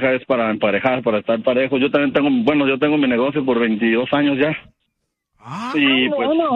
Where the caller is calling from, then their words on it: La Paz, Baja California Sur, Mexico; Soy de La Paz, Baja California.